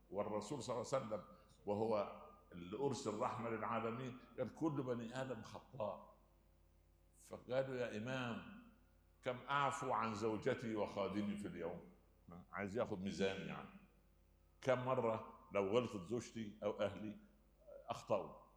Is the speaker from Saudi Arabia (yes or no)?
no; Upper Egypt, Egypt; كان عندنا في الصعيد زمان واحنا صغار